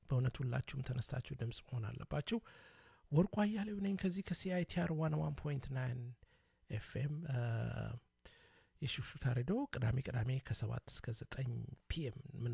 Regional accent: Dire Dawa, Ethiopia; now in Vancouver, Canada; በተለይ በኢትዮጵያ ውስጥ ያው ድሬዳዋ ነው ያደኩት ያደኩት ረመዳኑን ኢዱንም አብረን አክብረን ጥምቀቱንም ሁሉን አብረን

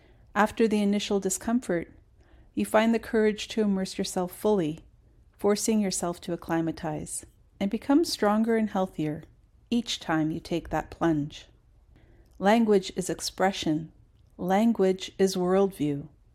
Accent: Prince Rupert, British Columbia, Canada; first language English; I did learn many Haida songs when I was growing up in Prince Rupert as a member of the Cui Unglis Haida dance group

